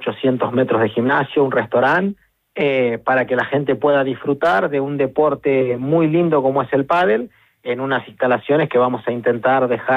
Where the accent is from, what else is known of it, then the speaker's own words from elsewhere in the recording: Argentina; Y Argentina es otro país en el cual yo soy argentino y teníamos que tener uno ahí.